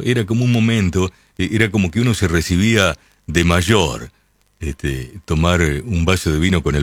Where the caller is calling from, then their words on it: Chivilcoy, Buenos Aires Province, Argentina; Buenas noches, Oscar. Muy buen programa. Siempre te escucho. … de Chivilcoy, presidente del hipódromo de Trote.